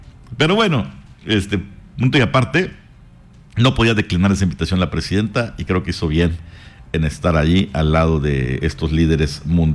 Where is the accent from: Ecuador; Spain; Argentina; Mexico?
Mexico